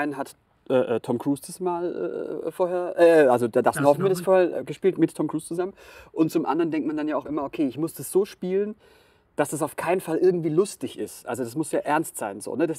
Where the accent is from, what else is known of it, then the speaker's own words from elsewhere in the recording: Karlsruhe, Baden-Württemberg, Germany; Da hast du Rain Man in Karlsruhe, meine Heimatstadt, gespielt.